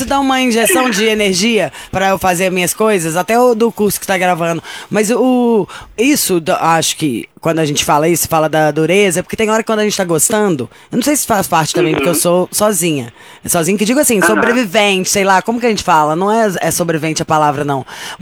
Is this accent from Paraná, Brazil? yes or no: no; Minas Gerais, Brazil; now in São Paulo, Brazil